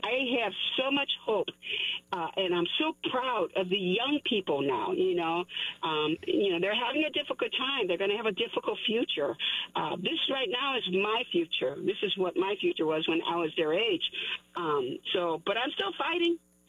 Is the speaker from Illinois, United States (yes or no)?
yes; Chicago, Illinois, United States; I grew up in the Humboldt Park area, and then I ended up going to the Lakeview area, and, you know, I've been around, you know, it's mostly the north and northwest side that I've lived in Chicago. I'm a long-time Chicagoan, born and raised, native-born here, you know.